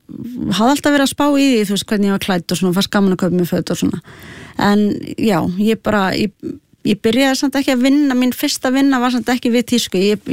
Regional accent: Reykjavík, Capital Region, Iceland; also born or lived in Sweden; ég fæddist í Reykjavík og svo alinn upp í, hérna, í Svíþjóð frá 2 til 6 ára

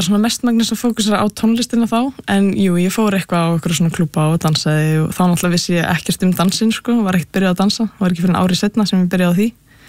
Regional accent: Capital Region, Iceland; Ég úlst upp bara, hérna, bara á höfburgarsveðinu, sko.

